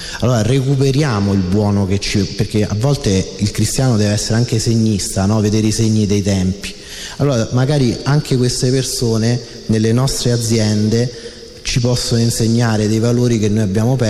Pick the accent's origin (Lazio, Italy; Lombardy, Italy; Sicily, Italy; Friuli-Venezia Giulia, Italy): Lazio, Italy; io vengo dalla provincia di Latina